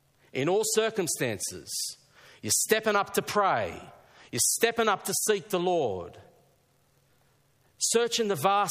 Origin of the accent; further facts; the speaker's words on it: Thirroul, New South Wales, Australia; There's this little shop down south where I grew up in Thirroul called Buck Hamblin.